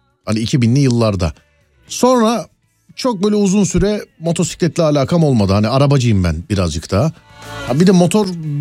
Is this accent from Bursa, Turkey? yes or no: no; Istanbul, Turkey; Hani bir İstanbullu olarak.